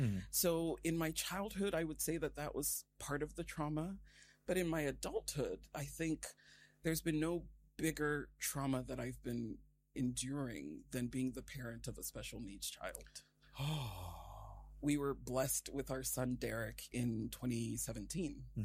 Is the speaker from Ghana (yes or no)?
yes; Volta, Ghana; first language Ewe; English is a second language; So my family is from the Volta region of Ghana.